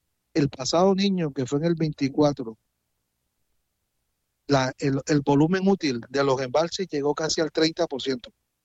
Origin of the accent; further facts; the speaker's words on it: Caribbean Region, Colombia; now in Meta, Colombia; yo no soy de la región, vengo de una región un poco más calurosa, la región Caribe.